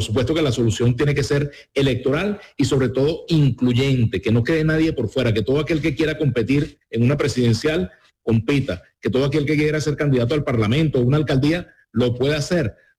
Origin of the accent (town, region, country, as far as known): Venezuela